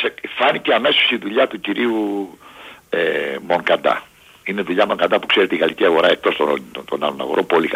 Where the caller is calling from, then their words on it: Peristeri, Attica, Greece; από το Περιστέρι.